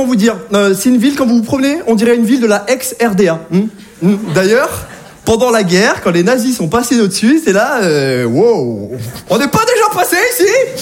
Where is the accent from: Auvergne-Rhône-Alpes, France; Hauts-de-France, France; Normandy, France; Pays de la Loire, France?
Auvergne-Rhône-Alpes, France; Saint-Étienne; Je parle des provinciaux parce que moi-même je suis de province, je viens de Saint-Étienne, vous connaissez ou pas?